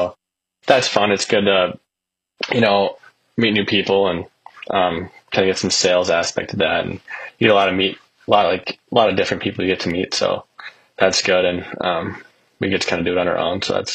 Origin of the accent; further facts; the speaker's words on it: Lakeville, Minnesota, United States; Yeah, so I'm from Lakeville, Minnesota. I've lived in Lakeville for 21 years, all my life.